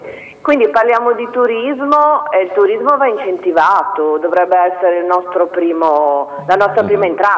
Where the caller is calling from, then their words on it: Genoa, Liguria, Italy; io sono da Righi